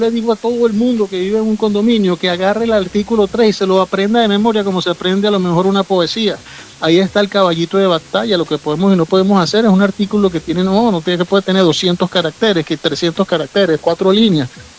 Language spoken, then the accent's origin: Spanish; Venezuela; Yo soy venezolano y me corren sangre venezolana por las venas